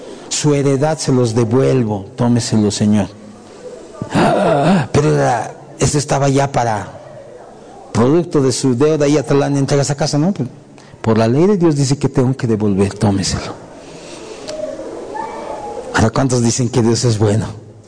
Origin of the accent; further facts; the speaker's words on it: Bolivia; Nosotros también somos bolivianos.